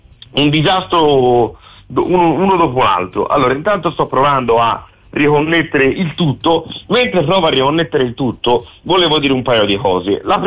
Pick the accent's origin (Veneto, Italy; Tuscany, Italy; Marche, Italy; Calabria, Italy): Tuscany, Italy; Campi Bisenzio; io vengo da Campi, sono stato a Sesto, sono stato a Firenze